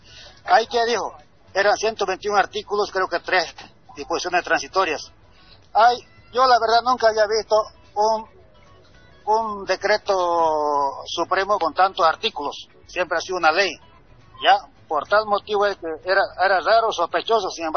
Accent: Bolivia; now in San Julián, Bolivia; que somos bolivianos

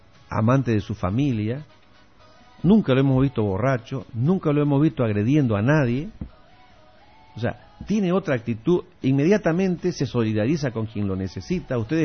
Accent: Santa Cruz de la Sierra, Santa Cruz, Bolivia; nosotros los cruceños, los de Santa Cruz de la Sierra, somos rioplatenses.

